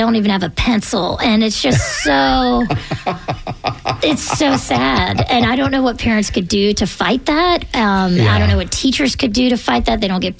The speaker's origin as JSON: {"language": "English", "town": "Tallahassee", "region": "Florida", "country": "United States", "tie": "born or raised there", "said": "I think it was from growing up in Tallahassee and seeing that mega FSU experience."}